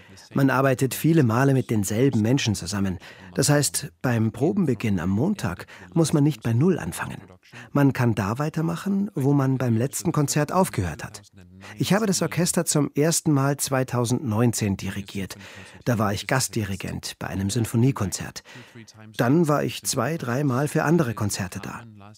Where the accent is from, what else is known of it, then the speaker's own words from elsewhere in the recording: Denmark; German is a second language; moved away as an adult; also born or lived in Finland; now in Magdeburg, Germany; Ich komme ja aus Dänemark und habe in Finnland studiert.